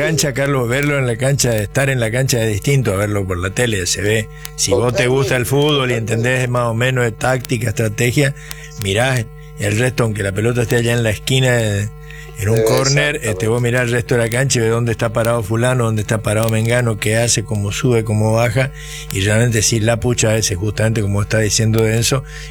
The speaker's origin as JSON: {"language": "Spanish", "country": "Argentina", "said": "todos los argentinos somos ministro de Economía y director técnico de la selección nacional."}